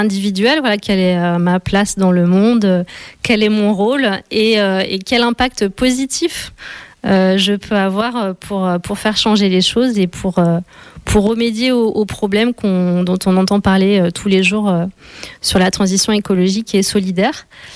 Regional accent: Lyon, Auvergne-Rhône-Alpes, France; Donc moi, je viens de Lyon donc j'ai travaillé pendant longtemps dans la communication.

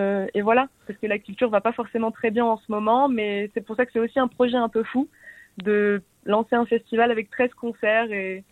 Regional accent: Occitanie, France; now in Germany; moi je suis originaire des Vallées des Gaves. Donc ma famille maternelle est originaire du Val d'Azun et du Pays Toy.

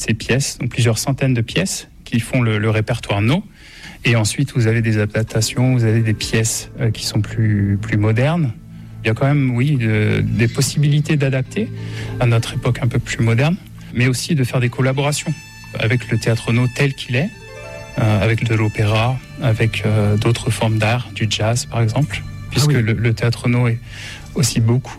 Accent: Lorient, Brittany, France; la Bretagne, je suis de Lorient, la cité aux multiples ports

